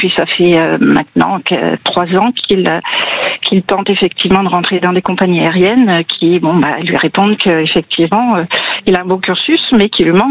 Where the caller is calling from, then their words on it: Île-de-France, France; De l'Essonne, d'une petite ville à côté d'Évry.